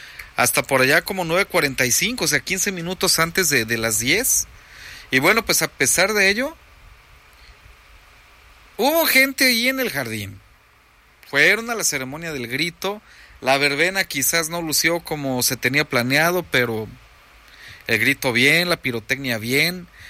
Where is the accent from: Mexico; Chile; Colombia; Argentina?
Mexico; es que algo que me identifica como mexicano, me la pongo.